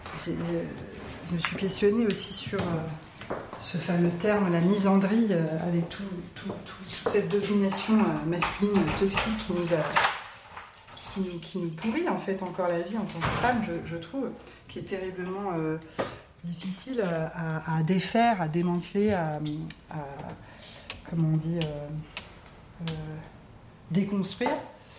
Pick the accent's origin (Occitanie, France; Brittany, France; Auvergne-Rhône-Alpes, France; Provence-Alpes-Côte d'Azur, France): Brittany, France; Mais comme je suis bretonne, j'ai la peau pâle.